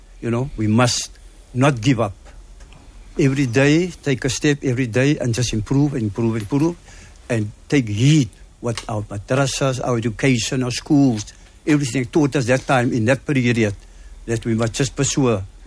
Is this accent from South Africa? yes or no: yes; Cape Town, Western Cape, South Africa; born there